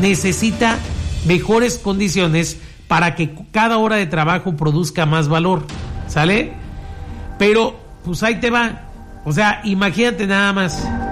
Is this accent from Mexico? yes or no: yes; Mexico; fíjese que como mexicanos siempre nos quejamos de que las cosas están mal hechas